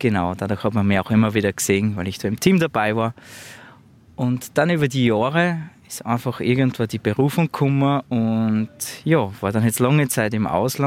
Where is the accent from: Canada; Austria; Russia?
Austria; Styria; moved away as an adult; also born or lived in France; Ich komme nämlich aus der Oststeiermark, bin aufgewachsen da in der Nähe von Pöllau.